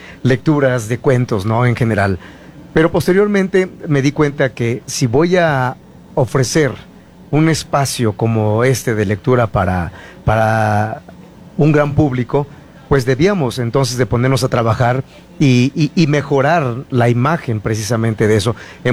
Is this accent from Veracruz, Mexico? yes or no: yes; Misantla, Veracruz, Mexico; soy docente, soy director de una escuela secundaria allá en mi tierra, soy de Misantla, Veracruz.